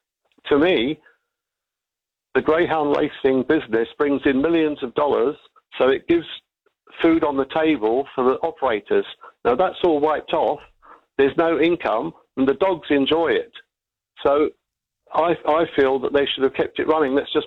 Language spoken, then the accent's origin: English; Half Moon Bay, Auckland, New Zealand; Half Moon Bay.